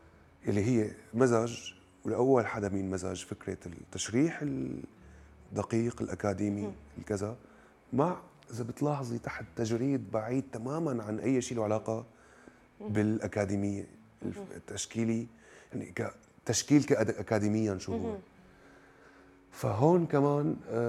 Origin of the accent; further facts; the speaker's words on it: Syria; بتعرفي احنا كسوريين عم نموت جوع وعم نموت كيماوي